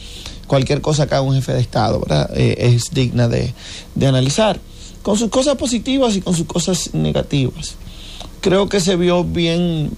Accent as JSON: {"language": "Spanish", "country": "Dominican Republic"}